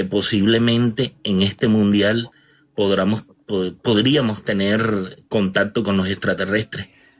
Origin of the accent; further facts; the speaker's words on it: Barranquilla, Atlántico, Colombia; yo soy de Barranquilla, yo crecí en una casa